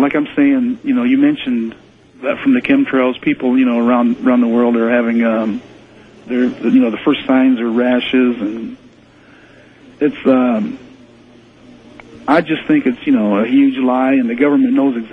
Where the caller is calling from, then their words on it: Fort Wayne, Indiana, United States; I'm calling from Fort Wayne, Indiana, WOWO.